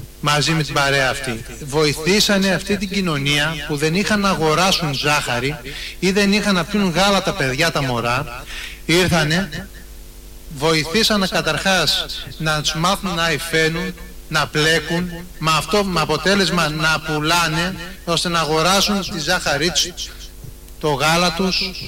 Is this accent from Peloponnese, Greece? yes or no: no; Ionian Islands, Greece; Και συγχωριανή, είμαι και από την Νικολή.